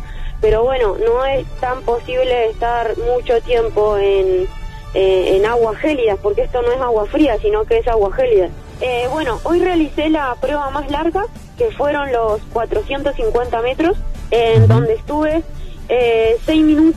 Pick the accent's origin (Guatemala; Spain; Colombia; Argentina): Argentina; General Roca, Río Negro; Yo soy de Río Negro, de General Roca